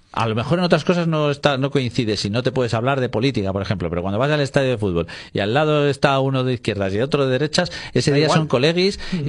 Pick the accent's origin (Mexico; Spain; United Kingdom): Spain; por una vez los españoles